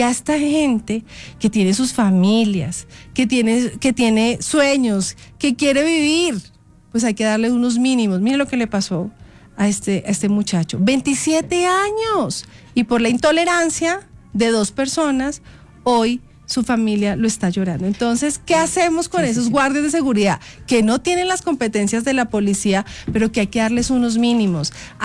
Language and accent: Spanish; Bogotá, Colombia; porque somos los bogotanos con nuestros impuestos los que tenemos que salir a mirar cómo pagamos el déficit que hoy tiene Transmilenio.